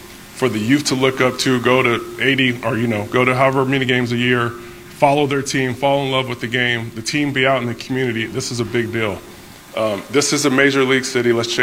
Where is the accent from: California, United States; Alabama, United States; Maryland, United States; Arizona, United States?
California, United States; Sacramento; I'm born and raised in Sacramento.